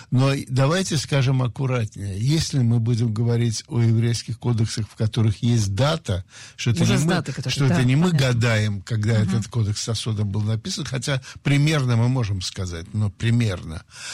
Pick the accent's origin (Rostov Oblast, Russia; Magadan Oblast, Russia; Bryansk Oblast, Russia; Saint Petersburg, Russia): Saint Petersburg, Russia; Слушайте, я мальчик питерский, занимался каратэ, прошел русскую армию советскую